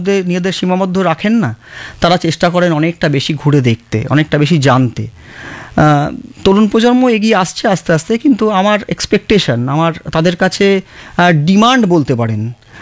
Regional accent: Kolkata, West Bengal, India; সবাই কিন্তু কলকাতায় আমরা ছোটোবেলা থেকেই আছি, আমাদের স্কুল কলেজ সব চাকরিস্থল সবই এই শহরে

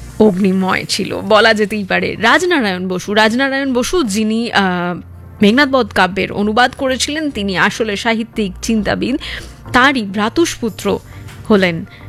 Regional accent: West Bengal, India; আমাদের দেশ এই বাংলা, আমরা বাঙালি, আমরা ভারতবাসী

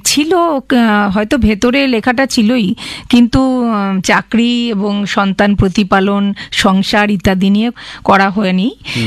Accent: Serampore, West Bengal, India; also born or lived in Behala, Kolkata; জন্ম সূত্রেই আমি শ্রীরামপুরে।

